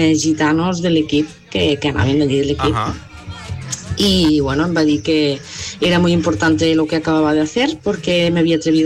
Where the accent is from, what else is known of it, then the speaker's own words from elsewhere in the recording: La Cava, Catalonia, Spain; soc de la Cava.